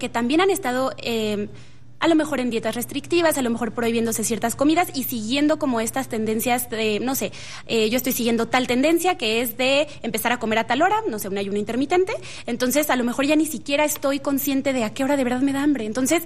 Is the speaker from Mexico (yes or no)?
yes; Mexico; como mexicanas, como mexicanos, tenemos la gran fortuna de tener la tortilla como base de nuestra alimentación